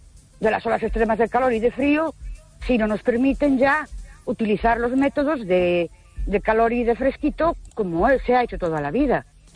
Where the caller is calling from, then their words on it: Ourense, Galicia, Spain; de Ourense.